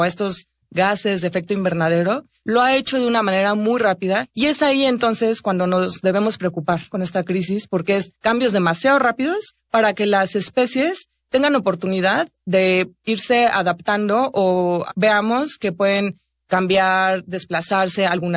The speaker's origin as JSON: {"language": "Spanish", "country": "Mexico"}